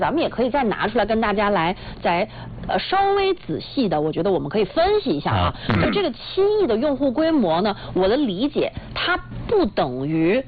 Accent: China; 我想跟大家回忆几个我们中国人非常熟悉的新东西

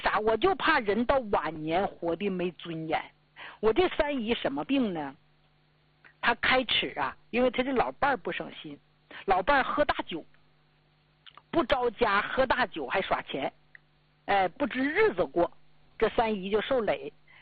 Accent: Northeast China, China; accent: Northeastern; 咱们东北话叫哈捧子

